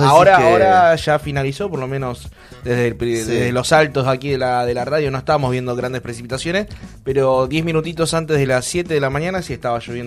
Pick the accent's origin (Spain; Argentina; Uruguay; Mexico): Argentina; como los argentinos de repente estamos mirando cualquier deporte que no entendemos.